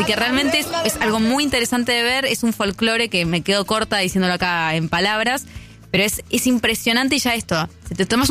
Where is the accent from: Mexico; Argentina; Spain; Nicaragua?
Argentina; yo soy de Argentina, yo también produzco un montón de frutas y verduras